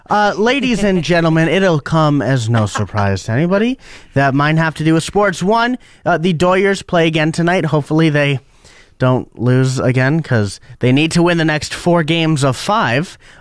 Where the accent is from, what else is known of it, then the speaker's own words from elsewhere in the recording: Ontario, Canada; now in Alberta, Canada; I might be residing in Alberta right now. However, I'm from Ontario.